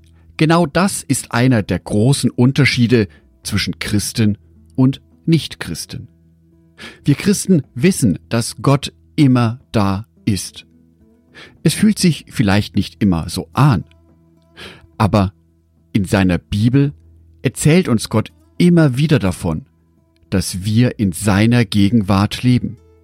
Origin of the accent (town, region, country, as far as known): Düsseldorf, North Rhine-Westphalia, Germany; born there